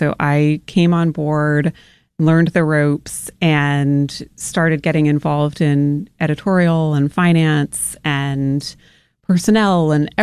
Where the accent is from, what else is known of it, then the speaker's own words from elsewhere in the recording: Memphis, Tennessee, United States; So I grew up in Memphis. I was raised by a couple of English teachers.